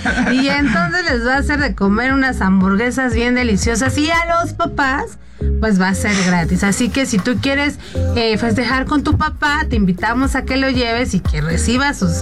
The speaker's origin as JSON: {"language": "Spanish", "country": "Mexico", "said": "los mexicanos somos bien, bien cálidos, somos bien así potentes"}